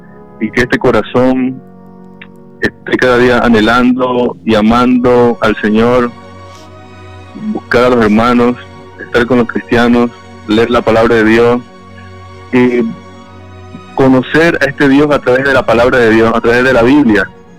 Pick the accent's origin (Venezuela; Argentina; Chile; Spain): Venezuela; moved away; como un venezolano, como una persona que tiene familiares allá, yo tengo mis padres, tengo mis tías, vecinos y familiares muy cercanos